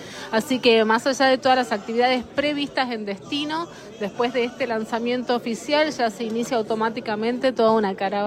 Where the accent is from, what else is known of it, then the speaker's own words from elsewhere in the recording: Salta, Argentina; El objetivo de esta campaña es reenamorar a todos los argentinos de nuestra querida Salta, tan linda que enamora, como decimos nosot